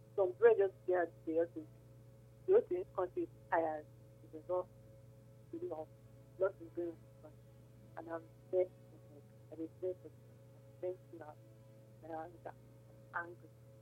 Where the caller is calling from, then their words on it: Sapele, Delta, Nigeria; I'm calling from Sapler.